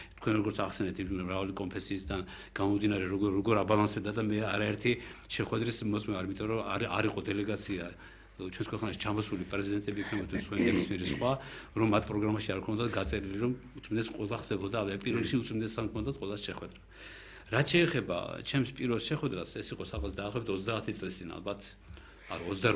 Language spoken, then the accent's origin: Georgian; Tbilisi, Georgia; მე დავიბადე და გავიზარდე მეიდანში, მეიდნელი ვარ მე და უბრალოდ იმ ძველ თბილისში, სადაც იმ 100 მეტრის რადიუსში სადაც მე ცხოვრობდი